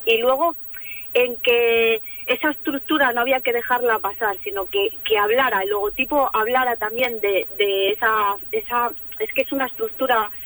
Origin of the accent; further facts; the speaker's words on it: El Entrego, Asturias, Spain; Soy del Entrego, pero es un paisaje, los Talleres del Conde es un paisaje que llevo viendo toda la vida.